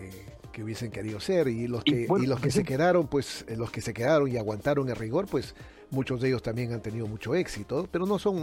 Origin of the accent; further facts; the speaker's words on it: Peru; en mi país también, en Perú